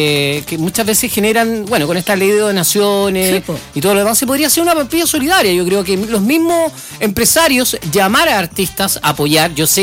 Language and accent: Spanish; Salamanca, Coquimbo, Chile; En Salamanca, mi tierra querida, tierra de brujos.